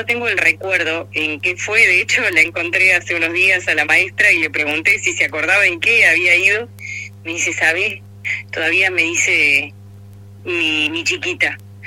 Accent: Chubut, Argentina; also born or lived in Trelew; fue por distintos lugares, mi secundaria, que fue por distintos pueblos de Chubut, hasta que un día me vine acá a la ciudad de Trelew y termino los últimos años de secundaria

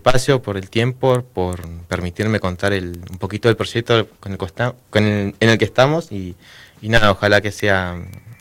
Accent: Santa Cruz, Argentina; born there; also born or lived in Corrientes, Argentina; me vine de los 8 años a Santa Cruz, estuve, bueno, vivo en Estancia Cóndor ya desde el 2003.

